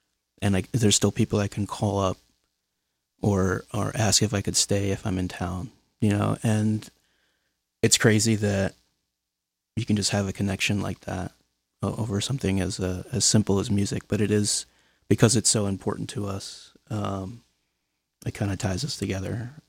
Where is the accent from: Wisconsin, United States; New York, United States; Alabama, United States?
New York, United States; Queens; Oh, yeah. I'm from Queens. This was in, I'm from the Sunnyside and Woodside area, but the school I'm talking about was in Jackson Heights.